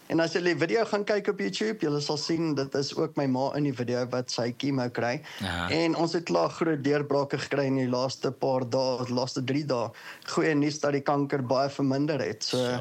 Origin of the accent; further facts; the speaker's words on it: Boksburg, Gauteng, South Africa; So, ek kom van die Oostrand af in Johannesburg, Boksburg. Mm-hmm. Ek is maar nog hier my hele leven lang. So, dis waar ek groot geword het, dis waar ek nog tans bly.